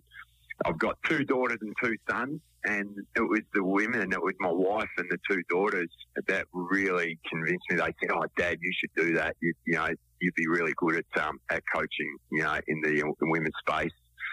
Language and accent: English; Ferntree Gully, Victoria, Australia; So North Melbourne, where I grew up in Ferntree Gully, out at the foot of the Dandenong Ranges was North Melbourne's zone.